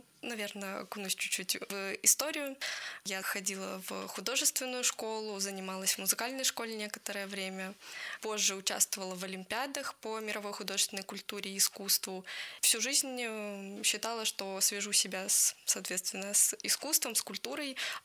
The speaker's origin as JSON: {"language": "Russian", "town": "Vologda", "region": "Vologda Oblast", "country": "Russia", "said": "Я из Вологды, решила поступать в Вологодский государственный университет в конце 10 класса"}